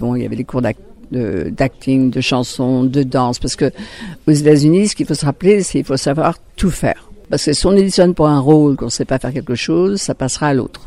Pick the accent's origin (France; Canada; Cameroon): France; La Baule, Pays de la Loire; moved away; also born or lived in Saint-Nazaire; J'ai passé mon enfance à La Baule, qui est très beau coin aussi, mais j'ai toute ma famille encore hein, sur La Baule, sur la Turballe, sur Missillac, sur, oui. Tout le monde, je suis la seule qui est partie très loin.